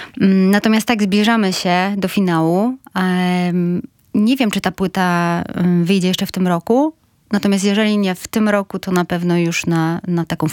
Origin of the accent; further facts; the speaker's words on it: Gdańsk, Pomeranian Voivodeship, Poland; ja, gdańszczanka z dziada pradziada